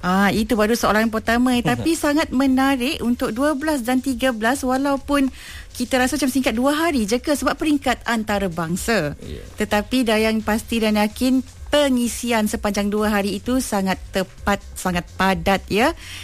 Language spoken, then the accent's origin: Malay; Sarawak, Malaysia; Saya tak bagi tahu pun Ustaz tahu saya daripada Sarawak.